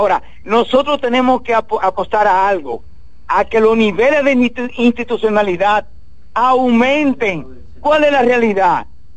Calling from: Santiago de los Caballeros, Santiago, Dominican Republic; desde Santiago

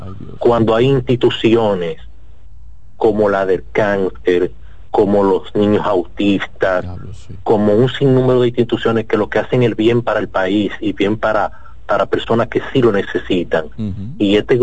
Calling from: Santo Domingo, Dominican Republic; de aquí, de la capital.

